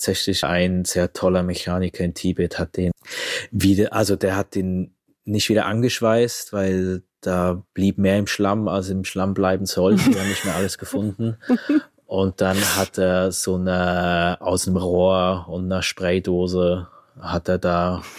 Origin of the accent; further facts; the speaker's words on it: Switzerland; ich bin auch Schweizer